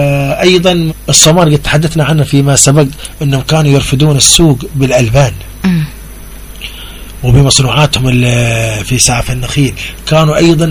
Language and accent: Arabic; Mukalla, Hadhramaut, Yemen; عندنا في المكلا